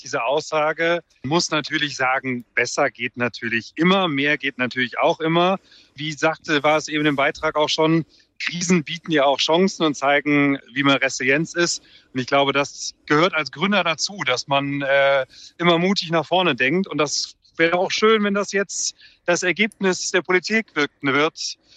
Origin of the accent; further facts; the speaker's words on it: Cologne, North Rhine-Westphalia, Germany; Und ich bin selber Kölner.